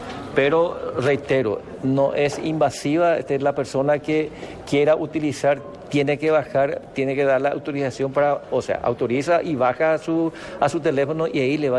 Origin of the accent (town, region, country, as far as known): Paraguay